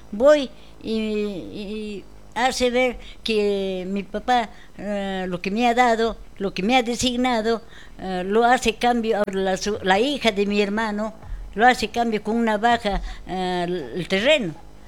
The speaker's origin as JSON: {"language": "Spanish", "town": "Andamarca", "region": "Junín", "country": "Peru", "tie": "born or raised there"}